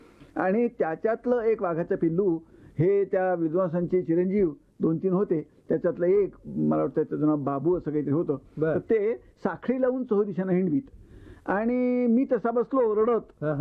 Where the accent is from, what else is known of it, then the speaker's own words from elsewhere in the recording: Paratwada, Maharashtra, India; तिथे आणून रोपली होती त्या परतवाड्याच्या त्या सिव्हिल लाईन्समध्ये. आणि ही सगळी झाडं पाहत निहाळीत असं माझं बालपण गेलं.